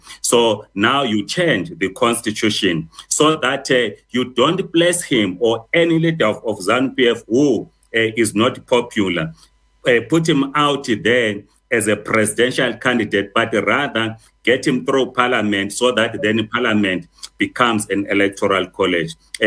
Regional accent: Zimbabwe

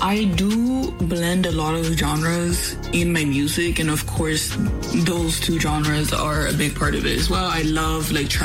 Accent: Botswana; my songs are in informed by my life experiences, being born and raised in Botswana and like moving around a bunch. And so I feel like me just being authentically myself is how I represent Botswana.

